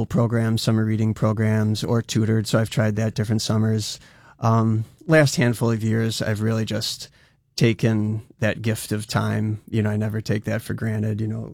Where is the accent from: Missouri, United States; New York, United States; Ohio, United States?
New York, United States; Irondequoit; where I was born in West Irondequoit with a house of guitars and a fantastic school system, as are all of our school systems in Monroe County and our state